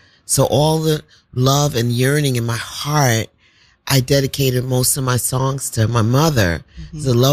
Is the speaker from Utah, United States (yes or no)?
no; New York City, New York, United States; born there; I just love Brooklyn. I was born on the East River.